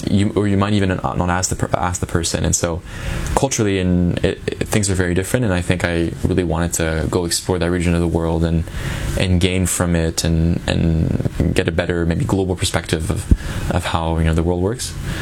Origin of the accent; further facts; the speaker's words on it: Switzerland; The pace, the time, punctuality is very different than when I grew up with in Switzerland.